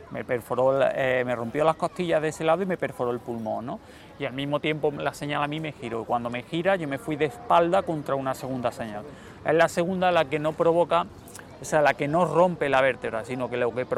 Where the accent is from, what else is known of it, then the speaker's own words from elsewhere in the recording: Bujalance, Andalusia, Spain; moved away as an adult; also born or lived in Granada; estaba en Bujalance. A partir de los 18 años yo ya me marché de Bujalance. Me marché para Granada, terminé allí los estudios de ciencias del deporte y desde entonces yo, o sea, no vivo en Bujalance. Ya me marché después de Granada para acá